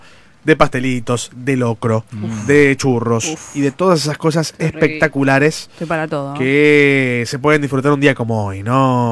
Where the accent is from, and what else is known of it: Argentina